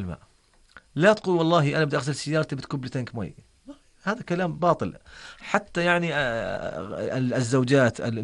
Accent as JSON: {"language": "Arabic", "country": "Jordan", "said": "احنا في الأردن مثلا في مجتمعنا"}